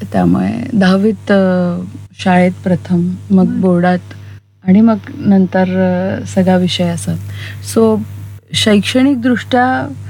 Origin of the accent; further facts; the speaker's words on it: Nashik, Maharashtra, India; also born or lived in Pune; बालपण नाशिकमध्येच. अर्थात मी शाळेत निर्मला कॉन्व्हेंटला होते आणि नंतर 11वी 12वी KTHM